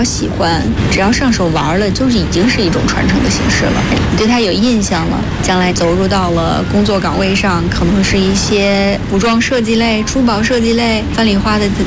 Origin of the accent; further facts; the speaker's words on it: China; 我们中国人讲究图必有意，意必吉祥